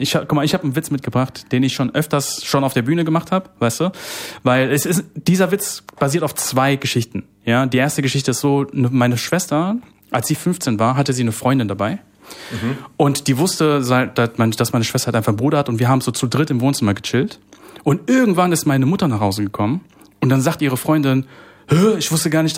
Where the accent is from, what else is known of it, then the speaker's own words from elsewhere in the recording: Germany; ich bin ja in Deutschland geboren, Koreaner.